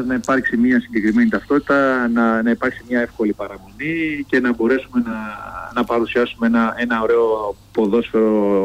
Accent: Kozani, Western Macedonia, Greece; είμαι και πάνω από την Κοζάνη

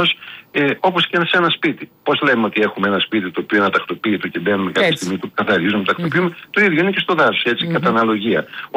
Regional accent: Thessaloniki, Central Macedonia, Greece; γιατί ξέρω και πολύ καλά το δάσος, είμαι Θεσσαλονικιός

